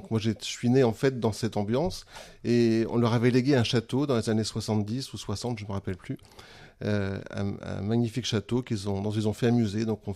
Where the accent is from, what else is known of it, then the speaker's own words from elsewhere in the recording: Saint-Baudel, Centre-Val de Loire, France; also born or lived in Bourges; Je suis un Berrichon de naissance. Je suis né à Bourges, mais j'ai vécu toute mon enfance à Saint-Baudel. Saint-Baudel, c'est un village entre Lignières et Châteauneuf-sur-Cher.